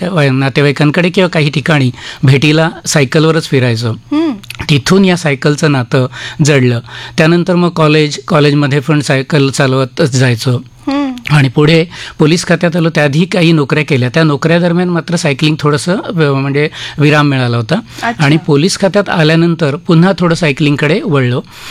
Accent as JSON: {"language": "Marathi", "region": "Maharashtra", "country": "India", "tie": "born or raised there", "said": "खेड्यातला, अलिबाग तालुक्यातील शेतकरी कुटुंब, मध्यमवर्गीय कुटुंब यातलं आणि मेन म्हणजे आमचं बाजारपेठ आणि आमचं गाव याच्यात 12 किलोमीटर अंतर होतं"}